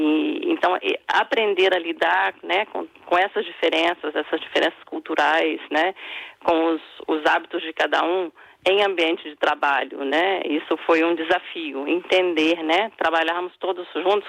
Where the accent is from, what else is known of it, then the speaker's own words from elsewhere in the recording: Brazil; Nós temos na equipe colegas, né, que são da Turquia, colegas alemãs, eu sou brasileira, né